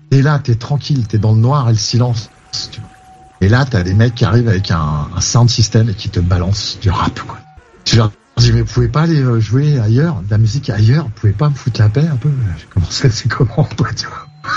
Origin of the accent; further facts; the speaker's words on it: Paris, Île-de-France, France; comme je suis parisien